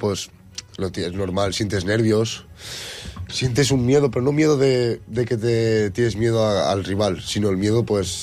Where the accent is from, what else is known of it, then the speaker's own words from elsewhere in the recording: Ondara, Valencian Community, Spain; Yo soy de Ondara, vengo de un pueblecito pequeño de ahí, al lado de Denia, y por